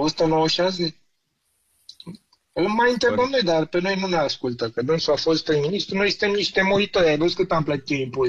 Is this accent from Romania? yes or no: yes; Bucharest, Romania; eu m-am născut în Giulești, am stat acolo